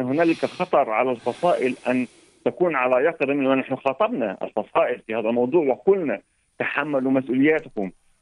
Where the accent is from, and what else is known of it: Jerusalem, Palestine